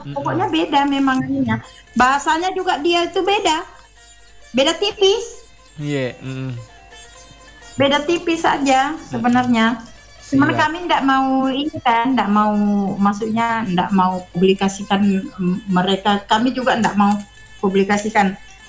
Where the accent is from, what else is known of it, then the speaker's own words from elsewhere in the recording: Sidrap, South Sulawesi, Indonesia; moved away as an adult; now in Samarinda, Indonesia; aku aja merantau ke sini nih, tidak banyak aku tahu daerahku, tahunya cuma daerah Sidrap itu aja.